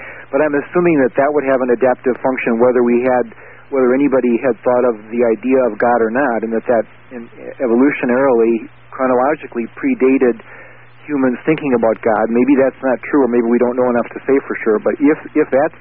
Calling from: North Dakota, United States; I'm calling you from North Dakota.

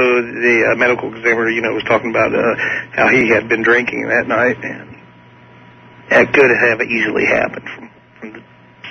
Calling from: Memphis, Tennessee, United States; from Memphis.

